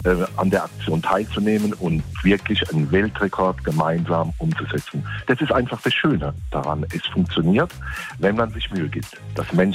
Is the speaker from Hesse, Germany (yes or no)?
no; Rhineland-Palatinate, Germany; Als Pfälzer trinkt man ja gerne den einen oder anderen Schorle.